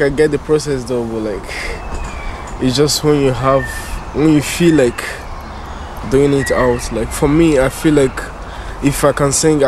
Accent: Nigeria; now in Cork, Ireland; I'm from Nigeria. I just moved to Ireland 2 years ago, and I live in Cork City.

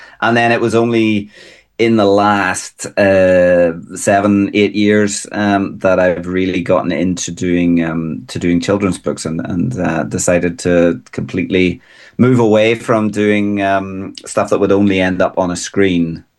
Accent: Ballycastle, Northern Ireland, United Kingdom; moved away; So I come from Ballycastle up on the North Antrim coast

